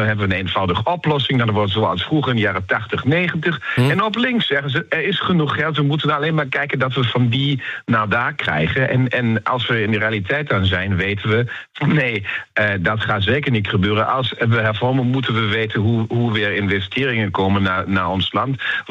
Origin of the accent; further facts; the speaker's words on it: Germany; Dutch is a second language; als Duitser met mijn idee van ons Duitse geschiedenis